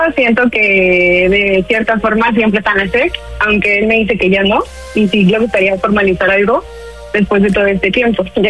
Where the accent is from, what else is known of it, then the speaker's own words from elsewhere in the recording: Cuernavaca, Morelos, Mexico; Hola, soy de Cuernavaca y tengo 32 años.